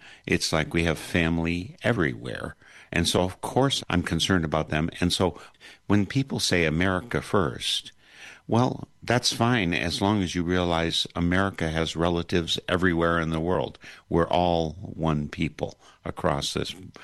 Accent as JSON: {"language": "English", "region": "Wisconsin", "country": "United States", "tie": "born or raised there", "said": "I grew up in the Midwest. Wisconsin is home to me all along."}